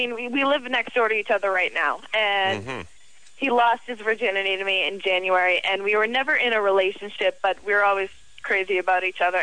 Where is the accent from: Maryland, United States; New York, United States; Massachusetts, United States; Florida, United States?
Massachusetts, United States; Boston; I'm from Boston.